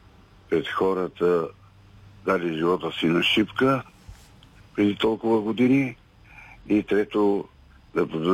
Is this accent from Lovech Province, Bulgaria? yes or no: yes; Teteven, Lovech Province, Bulgaria; съм от Тетевен.